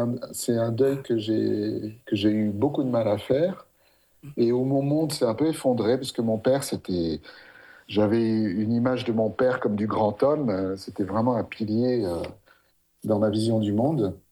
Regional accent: Paris, Île-de-France, France; born there; j'ai 51 ans, je suis né à Paris, dans une famille très, très diverse. Il y avait de tout. Au niveau de mes grands-parents, il y avait du Piémont italien

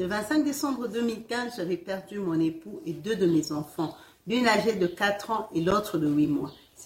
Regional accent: DR Congo; Chez moi, en Afrique

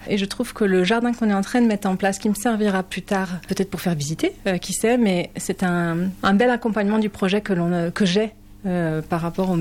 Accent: Pays de la Loire, France; moved away as an adult; now in Hautes-Pyrénées, France; moi je suis originaire du Maine-et-Loire

